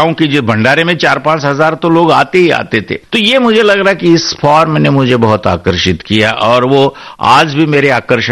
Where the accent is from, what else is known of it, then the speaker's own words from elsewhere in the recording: Maharashtra, India; जो मेरा गांव है दरडवाड़ी